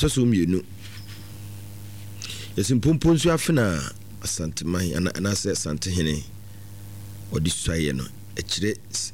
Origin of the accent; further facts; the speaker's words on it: England, United Kingdom; I'm English.